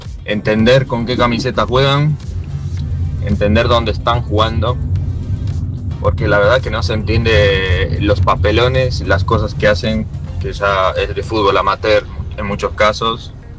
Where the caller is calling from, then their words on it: Buenos Aires, Argentina; de Almagro, hincha de Boca.